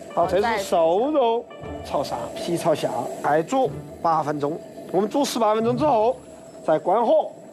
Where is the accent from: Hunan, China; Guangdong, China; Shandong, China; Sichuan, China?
Sichuan, China; 我们四川人的老师傅